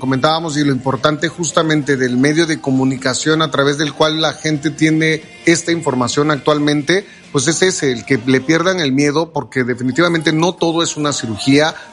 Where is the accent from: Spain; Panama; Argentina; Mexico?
Mexico; Veracruz; No, soy de Veracruz. Gracias, orgullosamente veracruzano y para los veracruzanos.